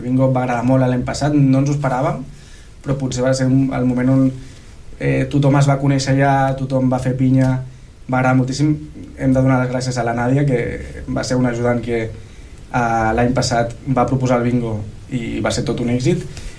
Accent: Tordera, Catalonia, Spain

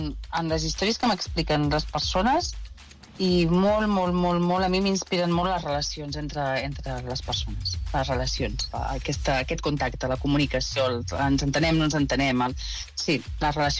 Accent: Sabadell, Catalonia, Spain; now in Andorra; jo soc de Sabadell, però tinc arrels a Terres de l'Ebre

